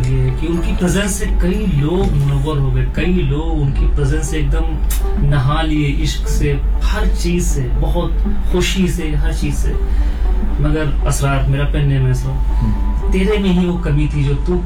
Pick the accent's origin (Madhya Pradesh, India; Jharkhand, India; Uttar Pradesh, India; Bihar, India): Uttar Pradesh, India; Lucknow